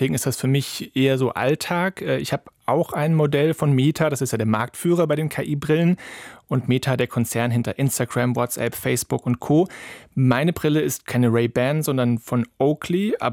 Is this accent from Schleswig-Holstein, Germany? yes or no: no; Cologne, North Rhine-Westphalia, Germany; ich komme ja aus Köln